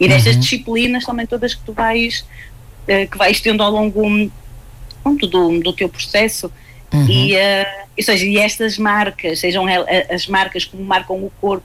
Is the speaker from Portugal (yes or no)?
yes; Vila Nova de Famalicão, Norte, Portugal; eu sou de Vila Nova de Famalicão, ou seja, de muito perto de Braga